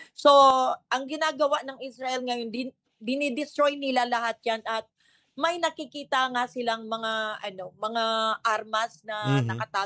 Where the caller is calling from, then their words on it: Lebanon; Good afternoon po, sir, dyan sa inyo sa Pilipinas at magandang umaga po dito sa amin sa Lebanon.